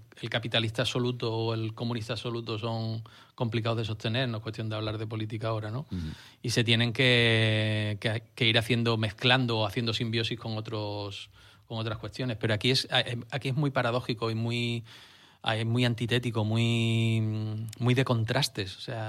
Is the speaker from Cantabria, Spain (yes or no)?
no; San Fernando, Andalusia, Spain; El hospital donde yo nací, el barrio donde yo me crié, el patio en el que yo jugaba, la guardería a la que yo iba.